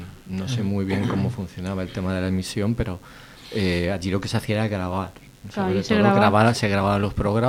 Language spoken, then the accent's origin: Spanish; Leganés, Community of Madrid, Spain; yo vengo de Leganés